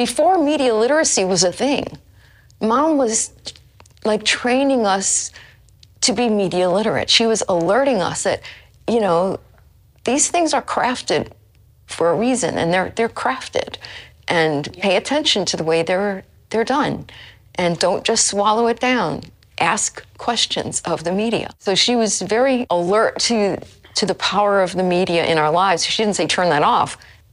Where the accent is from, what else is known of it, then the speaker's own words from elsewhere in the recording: New Orleans, Louisiana, United States; I grew up here in New Orleans. My parents were both from very active Catholic families.